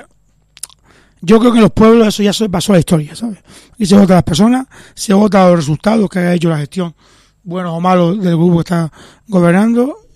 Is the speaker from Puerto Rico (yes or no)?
no; Las Palmas de Gran Canaria, Canary Islands, Spain; Yo soy de Las Palmas